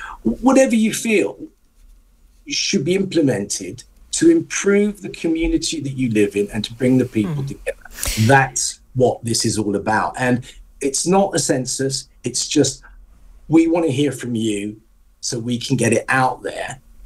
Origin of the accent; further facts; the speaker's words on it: United Kingdom; That's part of being British as well, isn't it?